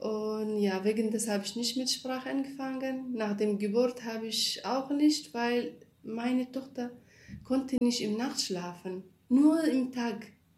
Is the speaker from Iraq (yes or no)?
yes; Kurdistan Region, Iraq; German is a second language; now in Germany; Nordirak, ich bin Kurdin.